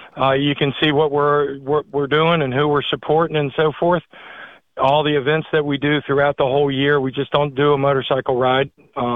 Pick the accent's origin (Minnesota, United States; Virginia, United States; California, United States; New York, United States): Virginia, United States; Culpeper; also born or lived in Mecklenburg County; Well, I mean, I grew up in Culpeper and rural Mecklenburg County down here.